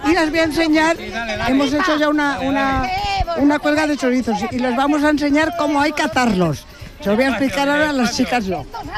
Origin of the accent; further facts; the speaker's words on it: Tarancón, Castilla-La Mancha, Spain; soy taranconera, nacida en mi pueblo. Yo no me he movido nunca de mi pueblo